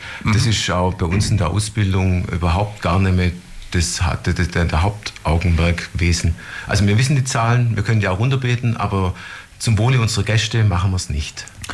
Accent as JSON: {"language": "German", "region": "Baden-Württemberg", "country": "Germany", "moved": "yes", "lives_now": "Ulm, Germany", "said": "bin 55 Jahre alt, bin aber ein reingeschmeckter Württemberger aus dem Stuttgarter Raum. Man hört es auch, sagt man mir"}